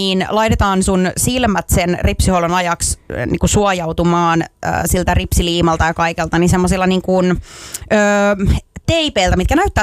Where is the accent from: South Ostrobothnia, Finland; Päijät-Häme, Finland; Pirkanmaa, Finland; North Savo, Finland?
Päijät-Häme, Finland; Lahti; mä oon Lahdesta kotoisin